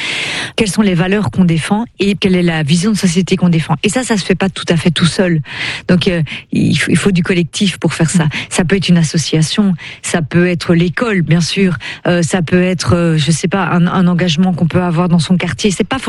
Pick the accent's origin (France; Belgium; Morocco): Belgium; je parle en tant que Belge